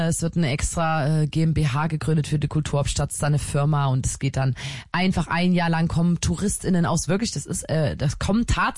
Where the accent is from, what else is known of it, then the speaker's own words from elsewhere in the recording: Chemnitz, Saxony, Germany; Wir sind eine Band, wir kommen aus Chemnitz.